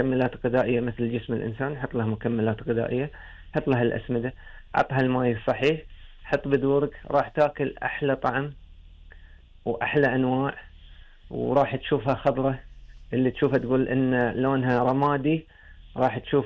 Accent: Kuwait; احنا عندنا في الكويت

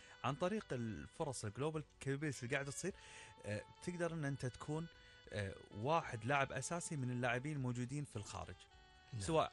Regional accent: Kuwait; احنا عندنا بالكويت

